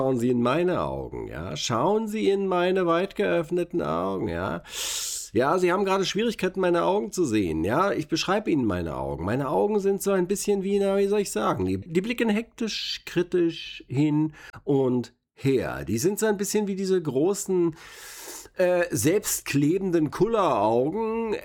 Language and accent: German; Berlin, Germany; uns emotional das Leben als Berliner ein bisschen erleichtern